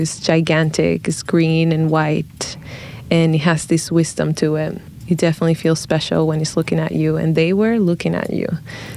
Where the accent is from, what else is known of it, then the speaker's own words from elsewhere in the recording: Dominican Republic; moved away; I'm from Dominican Republic. We don't have cardinals there.